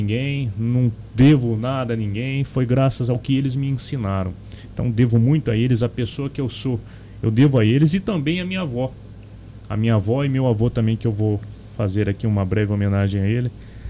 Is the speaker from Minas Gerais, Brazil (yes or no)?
no; Monte Alto, São Paulo, Brazil; born there; Eu nasci aqui em Monte Alto, eu sou montealtense.